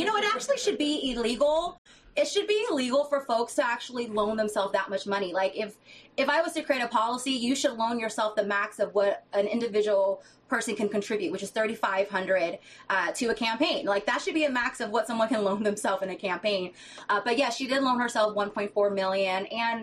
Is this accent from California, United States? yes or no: yes; Sacramento, California, United States; I grew up right here, born and raised in South Sacramento.